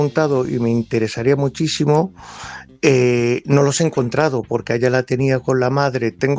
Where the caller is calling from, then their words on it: Carrión de Calatrava, Castilla-La Mancha, Spain; de Carrión de Calatrava